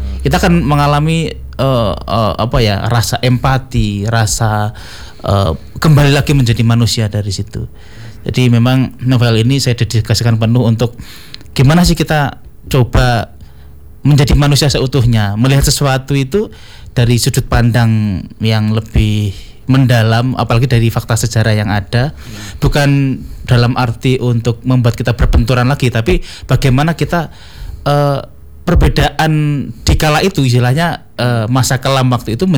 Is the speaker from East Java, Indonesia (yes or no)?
yes; Madiun, East Java, Indonesia; saya asli orang Madiun.